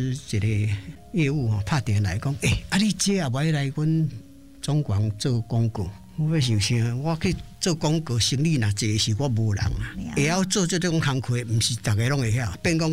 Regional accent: Yilan County, Taiwan; now in Hualien, Taiwan; 我是宜兰人。

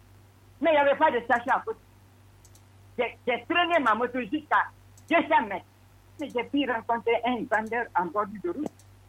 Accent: Lola, Nzérékoré Region, Guinea; chez moi, à Lola, il y a des villages

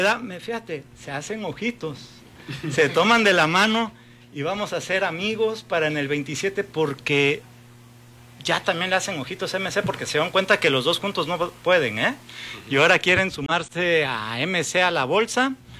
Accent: Veracruz, Mexico; seré chismoso como buen jarocho

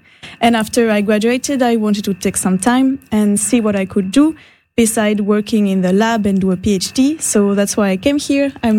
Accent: France; English is a second language; moved away as an adult; also born or lived in Germany; I come from France. I grew up in the French Alps, so I always grew up surrounded by nature and animals

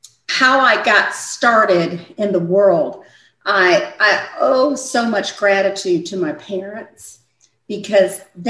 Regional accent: St. Louis, Missouri, United States; also born or lived in Kansas City; I am the daughter of … born and raised in St. Louis, Missouri. Raised, educated, and started my professional life there. I'm also a wife and a mother.

